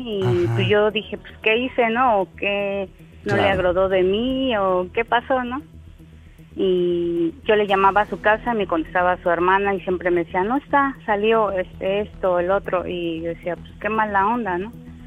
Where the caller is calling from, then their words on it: Mexico City, Mexico; Tengo 43, soy de Iztacalco.